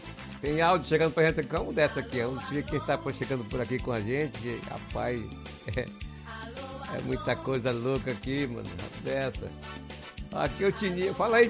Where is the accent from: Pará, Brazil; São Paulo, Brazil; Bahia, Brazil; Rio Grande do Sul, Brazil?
Pará, Brazil; Juruti; moved away; Daqui a pouco eu zarpo a minha terra tribal, né, rapaz? Juruti. Cidade tribal